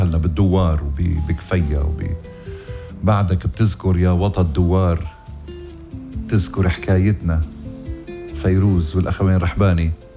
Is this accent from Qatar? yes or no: no; Lebanon; accent: Lebanese; بلغتنا اللبنانية، بلهجتنا اللبنانية